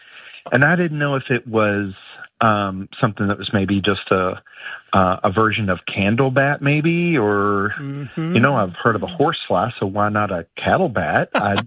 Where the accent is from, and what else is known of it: Virginia, United States; born or raised there